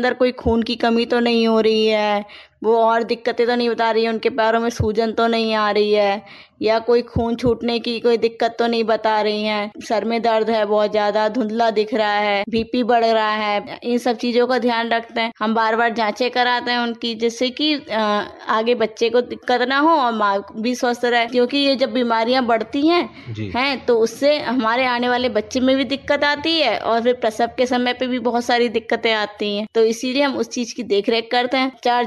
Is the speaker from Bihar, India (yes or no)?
no; Jaigaon, West Bengal, India; हाँ, हम जयगांव के निवासी हैं।